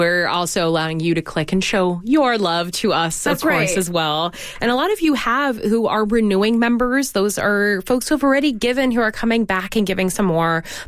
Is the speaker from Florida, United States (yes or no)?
yes; Florida, United States; I first started being a sustaining member down in Florida, my home state, and I was a student at the time.